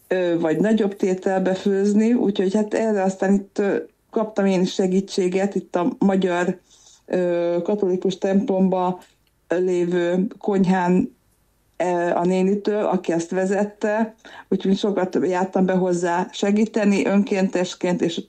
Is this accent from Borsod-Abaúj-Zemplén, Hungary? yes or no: no; Budapest, Hungary; Hát nekem a gyerekkorom az elég vegyes, mert Budapest pesti vagyok, de viszont a családnak a másik fel a Somogyból, Kaposvárról származik